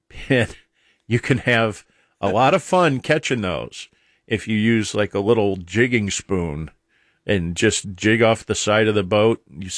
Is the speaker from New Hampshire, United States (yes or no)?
no; Akron, Ohio, United States; born there; I was born in Akron, just like the first rubber worm.